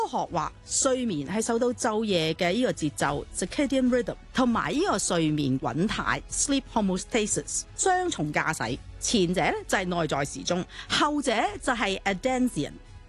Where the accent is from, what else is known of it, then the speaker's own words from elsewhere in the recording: Hong Kong; 我哋香港人